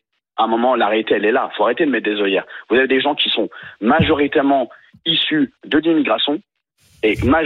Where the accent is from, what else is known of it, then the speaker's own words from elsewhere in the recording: Trappes, Île-de-France, France; moi, j'ai grandi à Trappes.